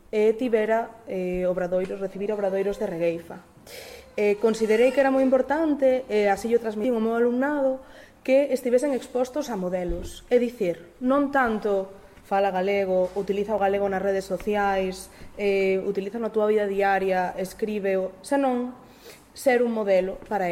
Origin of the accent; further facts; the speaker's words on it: Vigo, Galicia, Spain; Cheguei sumamente sorprendida porque aquí onde me vedes son de Vigo, e en Vigo pois case non se fala galego.